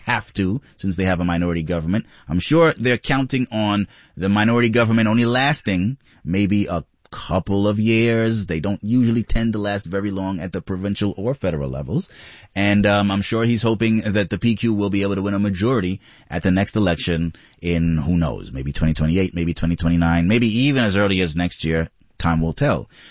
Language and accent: English; Montreal, Quebec, Canada; I am an Anglo-Quebecer. I grew up here in Montreal as an Anglo-Quebecer